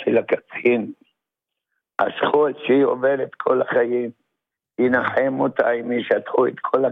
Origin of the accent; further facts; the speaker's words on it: Funduq, West Bank, Palestine; now in Tira, Israel; אני גדלתי בכפר פונדוק, על יד חוות גלעד, וכמה כפרים שם, השכנים שלנו.